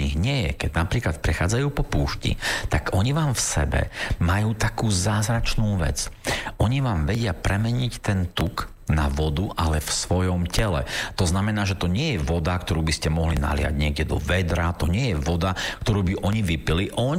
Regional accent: eastern Slovakia, Slovakia; Totižto u nás na východe sa hovorí, neviem, či aj u vás, milí Nitrania a milí Zvolenčania a ďalší, neviem, či aj u vás sa to hovorí, ale u nás sa tak hovorí, že všetko so všetkým skapčano.

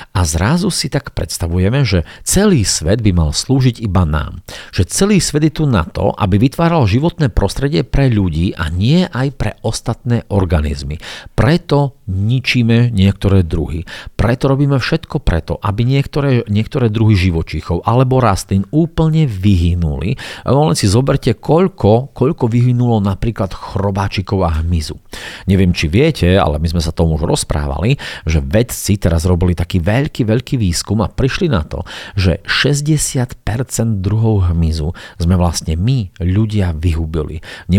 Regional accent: eastern Slovakia, Slovakia; U nás na východe sa hovorí, že všetko so všetkým skapčano.

